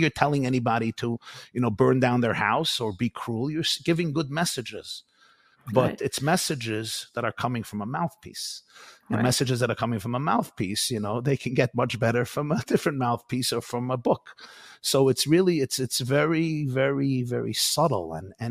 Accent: New York City, New York, United States; I grew up in Crown Heights, and I had the privilege of literally growing up at the feet of the Rebbe.

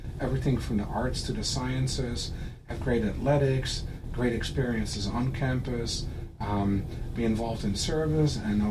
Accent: Netherlands; moved away as an adult; now in United States; So I grew up in the Netherlands. And grew up in a small town in the Netherlands. Actually, I also lived in Belgium for half a year as well, doing a clinical internship.

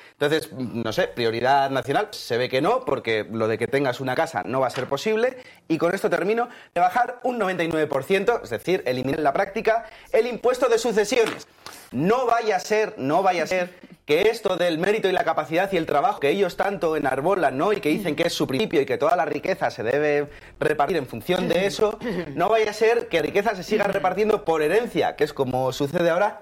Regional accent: Spain; mis derechos como español a pasear por la calle con mi novio

